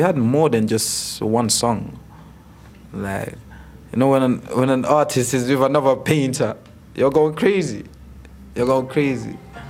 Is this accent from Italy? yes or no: no; England, United Kingdom; Because I was raised here. I was born here. I was born in England, so.